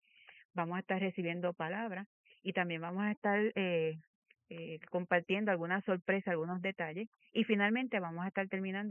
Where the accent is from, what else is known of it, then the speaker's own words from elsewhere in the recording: Puerto Rico; nosotras como mujeres puertorriqueñas